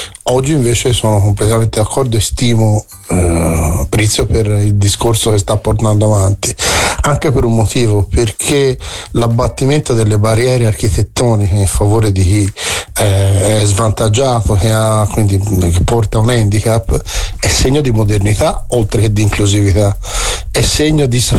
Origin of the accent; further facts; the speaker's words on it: Florence, Tuscany, Italy; Come fiorentino dico, come fiorentino.